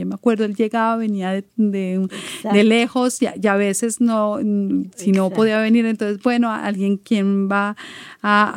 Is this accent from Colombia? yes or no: yes; Colombia; moved away as an adult; now in Quebec, Canada; yo vengo de Colombia. también lo digo algunas veces. Yo llegué a Quebec hace 29 años. Este otoño, este agosto que acabo de pasar, cumplí 29 años de estar acá.